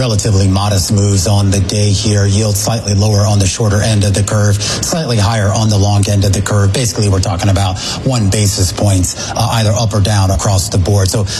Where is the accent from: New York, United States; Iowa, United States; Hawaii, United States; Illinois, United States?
Illinois, United States; Chicago; born there; I was born in Chicago.